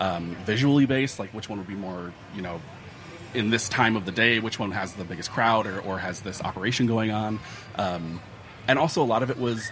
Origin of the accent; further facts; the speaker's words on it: Minnesota, United States; and especially with the context of being Minnesotan